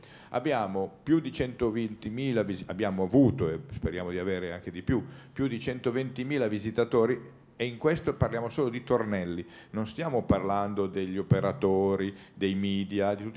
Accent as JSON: {"language": "Italian", "region": "Lombardy", "country": "Italy", "said": "perché io vengo dall'entroterra ligure, sono lombardo"}